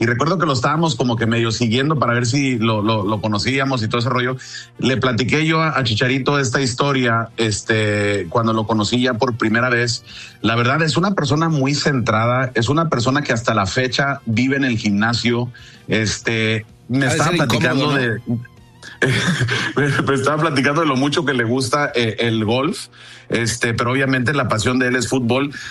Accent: Mexico; yo lo veo como que es mexicano y está poniendo el nombre de México en la boca de todo el mundo

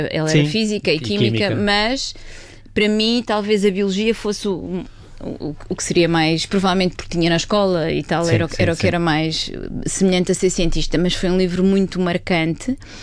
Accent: Oeste, Portugal; also born or lived in Lisbon; Onde eu cresci foi no Oeste, exatamente.

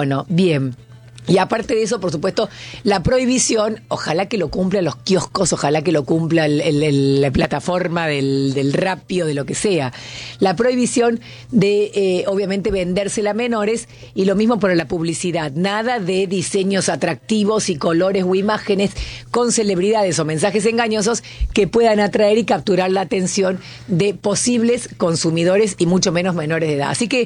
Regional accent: Argentina

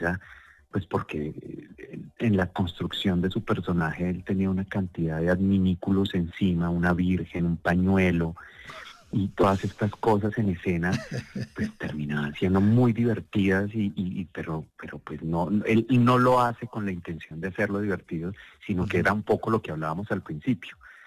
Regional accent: Colombia; yo era colombiano

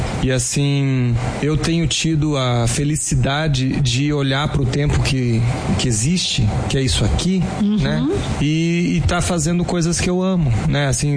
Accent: Rio Grande do Sul, Brazil; also born or lived in Brasília; Eu sinto que o gauchês está em mim mais predominantemente do que qualquer coisa, né? Por conta de eu ter sido criado lá, minha família toda lá, né?

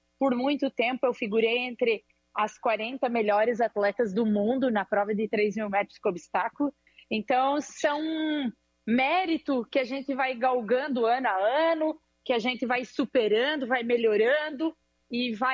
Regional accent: Ponte Serrada, Santa Catarina, Brazil; now in Jaraguá do Sul, Brazil; Eu que sou natural de Ponte Cervada, do Oeste Catarinense.

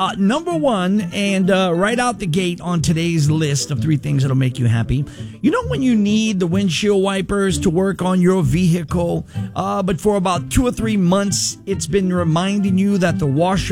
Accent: New Orleans, Louisiana, United States; not like when I grew up back home in New Orleans.

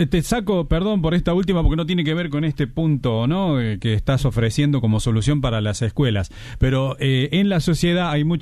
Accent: Argentina; como los argentinos en general somos campeones del mundo de encontrarle el pelo al huevo

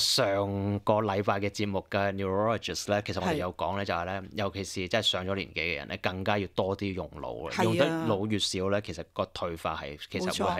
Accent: Australia; 咁大家可能會問啊，咁啊沙特受到攻擊，其實同我哋澳洲人有咩關係咧？

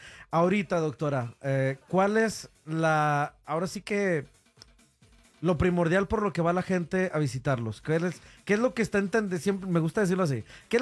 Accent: Mexico; o sea, soy mexicano.

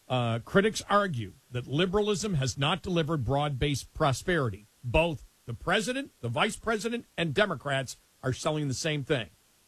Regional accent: Buffalo, New York, United States; And that's the weirdest thing growing up in Buffalo, that I, somebody who grew up in Buffalo, where the temperature probably now is 75 degrees, 75 to 80 there, you know, but it could be 100 degrees.

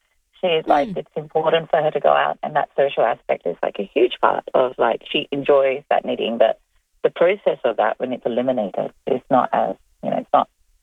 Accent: Adelaide, South Australia, Australia; but I'm from Athelstan, from Adelaide.

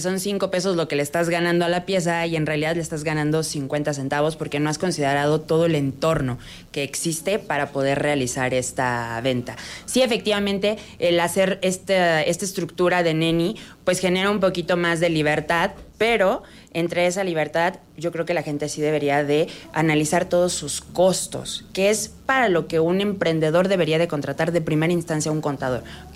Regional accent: Mexico; somos muchos mexicanos

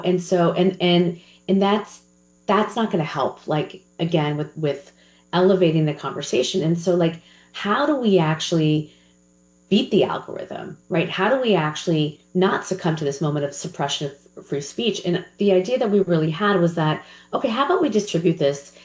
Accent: New York, United States; I think, look, I'm a New Yorker.

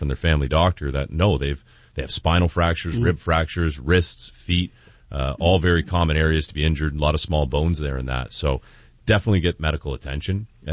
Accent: Lakeshore, Ontario, Canada; also born or lived in Toronto; And that's kind of the area I grew up out in Lakeshore there.

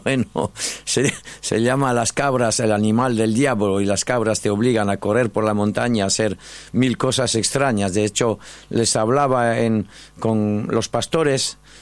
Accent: Pau, Nouvelle-Aquitaine, France; Spanish is a second language; moved away as an adult; now in Spain; En Pau, en el sur de Francia, cerca de la frontera con España.

